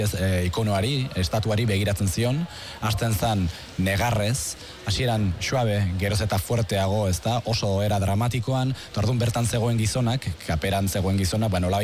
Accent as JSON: {"language": "Basque", "town": "San Sebastián", "region": "Basque Country", "country": "Spain", "said": "ni Donostiarra naiz, orduan nere kuadria guztia zegoen"}